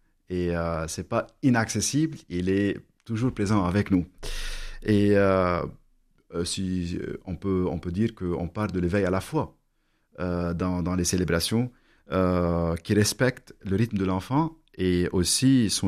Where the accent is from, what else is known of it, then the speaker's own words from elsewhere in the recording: Lebanon; French is a second language; Il pose beaucoup de questions à propos de mon accent, d'où je suis, où est le Liban aussi.